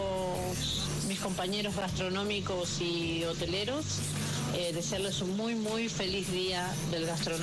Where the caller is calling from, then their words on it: Claypole, Buenos Aires Province, Argentina; de Claypole. ¿Cómo están?